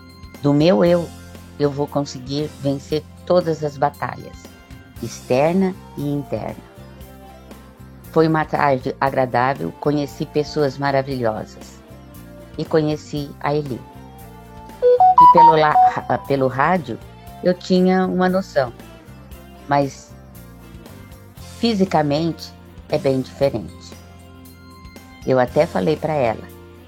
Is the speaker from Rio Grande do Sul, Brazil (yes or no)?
no; Santo André, São Paulo, Brazil; eu sou de Santo André.